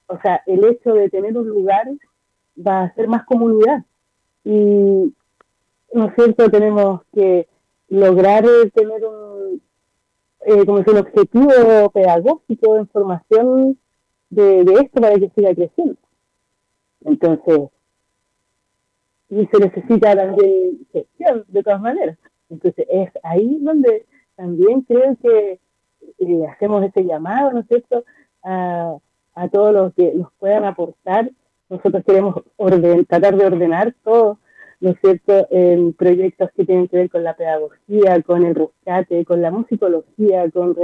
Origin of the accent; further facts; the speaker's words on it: Valparaíso, Chile; yo soy de Valparaíso, tengo toda mi familia en Santiago, yo voy de aquí para allá